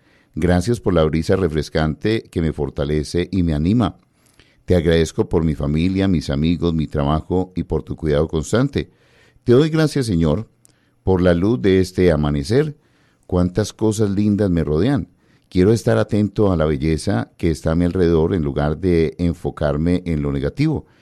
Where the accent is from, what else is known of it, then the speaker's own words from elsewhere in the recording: Antioquia, Colombia; eso nos identifica a nosotros como antioqueños.